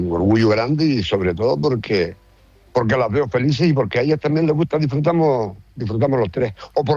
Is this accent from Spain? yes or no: yes; Canary Islands, Spain